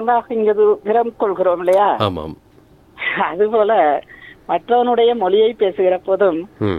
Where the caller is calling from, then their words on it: Sri Lanka